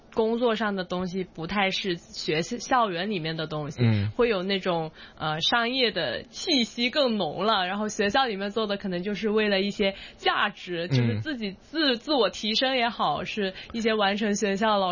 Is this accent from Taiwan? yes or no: no; Guangzhou, Guangdong, China; first language Cantonese; moved away as an adult; now in Hong Kong; 因为我本身是广州人嘛，其实粤语也算是我的母语之一。